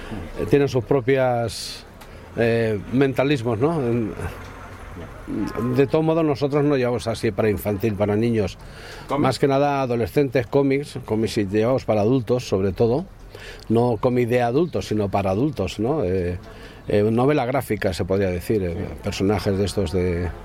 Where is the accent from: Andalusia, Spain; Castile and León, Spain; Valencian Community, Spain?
Valencian Community, Spain; Valencia; now in Cantabria, Spain; No, del Athletic no, yo vengo de Valencia, lo que tengo más es Mediterráneo y de aquella zona.